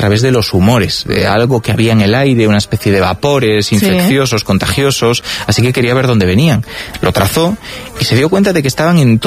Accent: Galicia, Spain; soy gallego, así que no se trata trata de ningún tipo de discriminación hacia Coruña

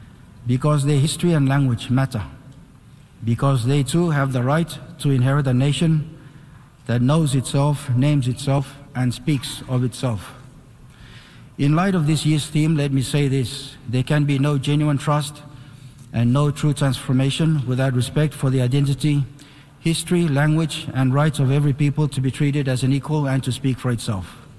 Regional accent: Nauru; Nga de Nauru. That means I am from Nauru. And so is every person I have the honor to speak for today.

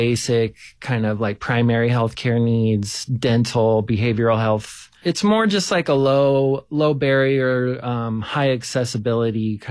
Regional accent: California, United States; I grew up in Southern California, San Bernardino County.

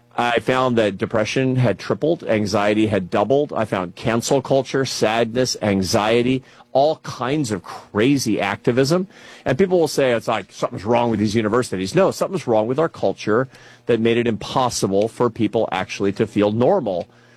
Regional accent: United States; And, of course, I'm an American, so I'm optimistic that we will figure this out.

